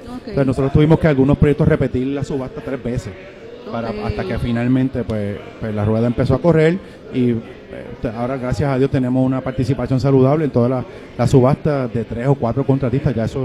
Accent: Barranquitas, Puerto Rico; Yo soy natural de Barranquita y allí está el 4 más grande de Puerto Rico

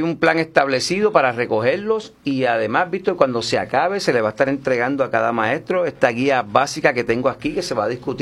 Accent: Puerto Rico; lo que nos identifica como puertorriqueños.

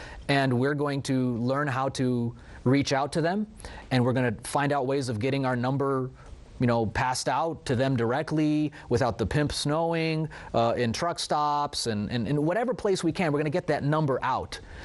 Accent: Atlanta, Georgia, United States; I'm from Atlanta

